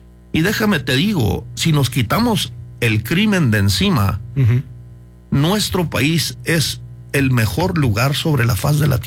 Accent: Chihuahua, Mexico; born there

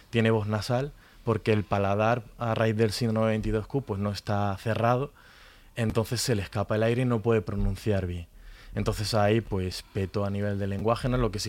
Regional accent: Granada, Andalusia, Spain

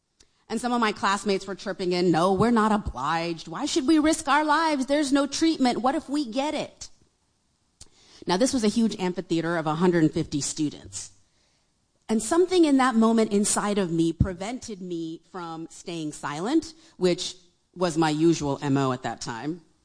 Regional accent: India; oh, I'm originally from India

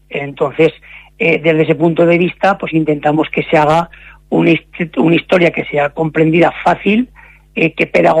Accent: Gea de Albarracín, Aragon, Spain; mayoría de aquí de GEA, pero también nos acompaña alguno de Zaragoza, alguno de Sástago, pero su mayoría somos todos de GEA.

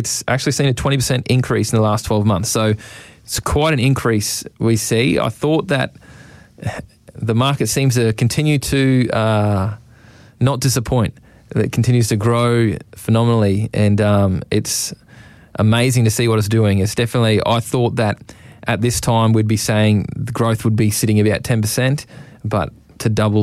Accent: Rockhampton, Queensland, Australia; born there; I think I might have been born in the Mater

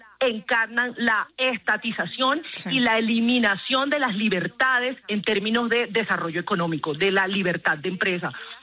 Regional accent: Colombia; Todos somos colombianos, tenemos los mismos derechos y los mismos deberes.

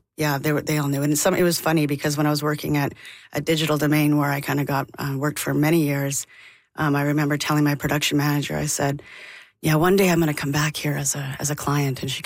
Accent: Alberta, Canada; growing up in Alberta in the 90s and you know, kind of figuring out you're queer and being a little scared about

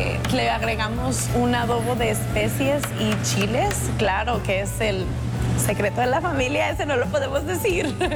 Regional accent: Fresnillo, Zacatecas, Mexico; now in San Jose, United States; Soy originaria de Fresnillo, Zacatecas. Ahí mis papás tenían una birrería por la cual duraron por muchos años. Gracias a Dios, Fresnillo nos acogió muy bien.

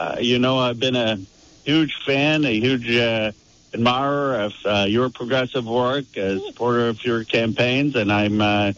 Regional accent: Pennsylvania, United States; now in Silicon Valley, United States; the people I grew up with in Pennsylvania

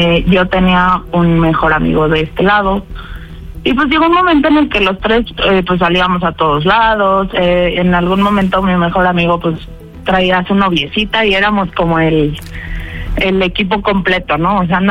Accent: Mexico City, Mexico; now in Guadalajara, Mexico; Tengo 28 años, soy de la Ciudad de México, pero vivo en Guadalajara.

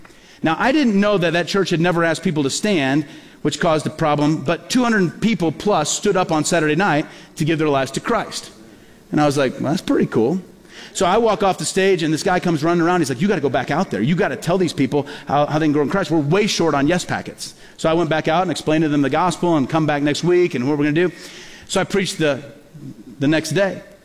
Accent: Peoria, Illinois, United States; So I went back to my hometown of Peoria, Illinois to preach at this church one weekend.

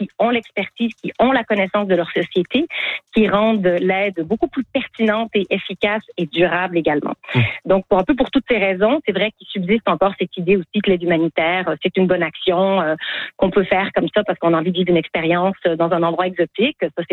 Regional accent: Canada; chez nous au Canada

